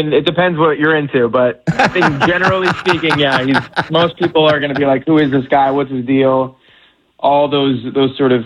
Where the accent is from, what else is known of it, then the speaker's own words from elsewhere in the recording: United States; born there; first language Persian; I speak Farsi. I grew up speaking Farsi. My parents are both Iranian, so I was born in America, but they brought me up speaking a language.